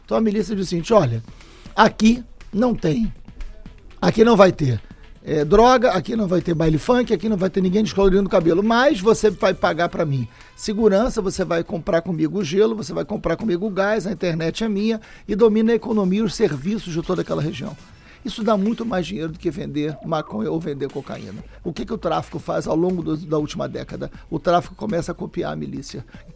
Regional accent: Niterói, Rio de Janeiro, Brazil; also born or lived in São Gonçalo; eu fui um jovem de periferia, né? Nasci em São Gonçalo, fui criado em Niterói, no bairro do Fonseca.

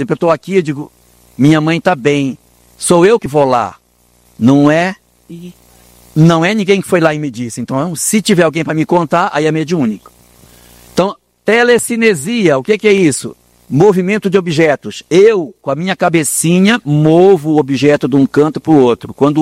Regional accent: Minas Gerais, Brazil; Nós que somos mineiros, está em mim, né? Está em mim.

